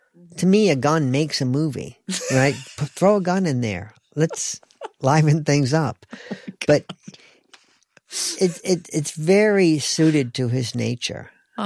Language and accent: English; North Carolina, United States; also born or lived in Western New York State; But I grew up in North Carolina, but my family moved from Western New York State when I was in second grade.